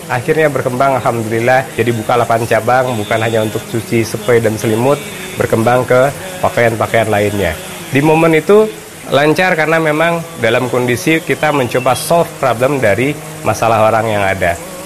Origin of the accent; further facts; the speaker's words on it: Padang, West Sumatra, Indonesia; moved away as an adult; also born or lived in Bogor; Saya lahir di Padang 5 Oktober 1982. Saya sampai SMA ada di Padang, kemudian kuliah di IPB Bogor